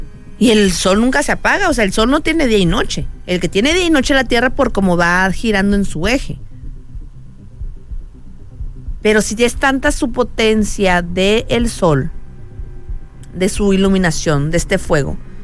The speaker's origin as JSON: {"language": "Spanish", "town": "Minatitlán", "region": "Veracruz", "country": "Mexico", "said": "Yo soy de Minatitlán, Veracruz, y a media hora está Coatzacoalcos, a 15 minutos."}